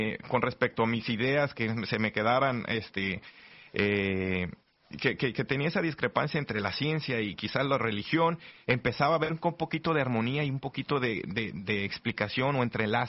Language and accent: Spanish; Tequila, Jalisco, Mexico; de donde yo soy originario, en Tequila, Jalisco, precisamente más o menos como en los 90s